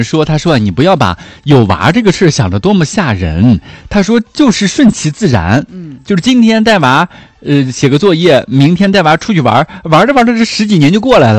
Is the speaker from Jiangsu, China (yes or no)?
no; Shandong, China; now in Haikou, China; 作为一个山东人，我都没去逛过大明湖、趵突泉，这些我都没去过。